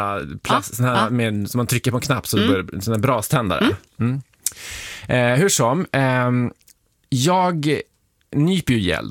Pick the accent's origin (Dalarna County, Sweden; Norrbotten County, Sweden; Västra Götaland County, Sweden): Norrbotten County, Sweden; jag känner igen mig exakt i det här, hur det var när jag kom hit från Norrbotten.